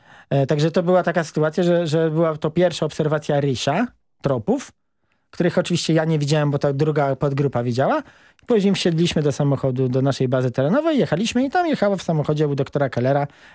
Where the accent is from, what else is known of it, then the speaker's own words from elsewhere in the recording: Masovian Voivodeship, Poland; ponieważ ja się wychowałem wcześniej w Kampinoskim Parku Narodowym